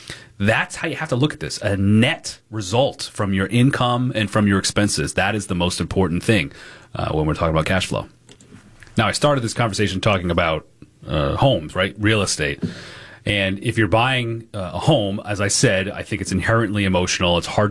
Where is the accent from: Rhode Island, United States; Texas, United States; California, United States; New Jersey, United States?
Rhode Island, United States; I know here in Rhode Island, my home state, there are different standards for two-family buildings